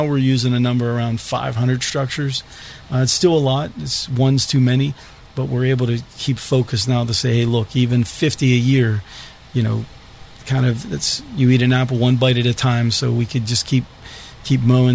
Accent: Mon Valley, Pennsylvania, United States; born or raised there

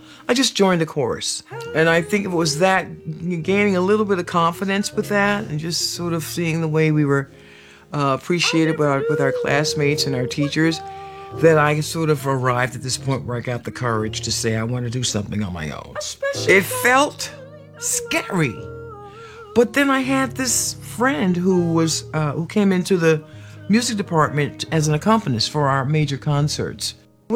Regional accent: Miami, Florida, United States; born there; I was born in Miami, Florida. The family life was really centered around church, community.

